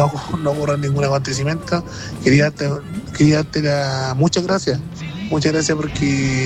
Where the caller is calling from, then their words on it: Alto Hospicio, Tarapacá, Chile; Yo prácticamente vivo en Auspicio